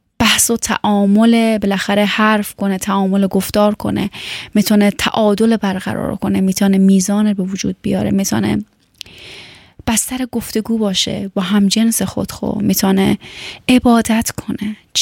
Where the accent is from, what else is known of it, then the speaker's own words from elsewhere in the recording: Afghanistan; چون وقتی که میگی من از افغانستان هستم، هموطنان تو انقدر گل کاشتن که تو دیگه جایی نمیبینی که حرف بزنی